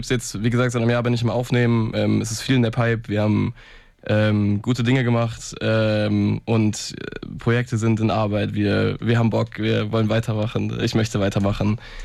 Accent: Paderborn, North Rhine-Westphalia, Germany; ich bin 23. Ich komme aus Paderborn

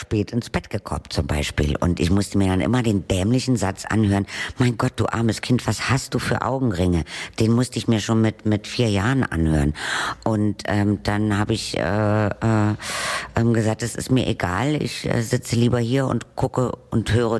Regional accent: Berlin, Germany; übrigens bin ich natürlich in Berlin-Mitte groß geworden

